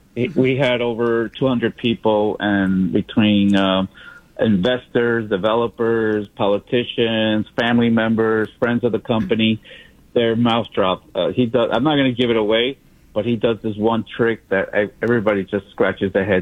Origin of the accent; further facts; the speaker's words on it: Bergen County, New Jersey, United States; I grew up in northern in Bergen County, New Jersey.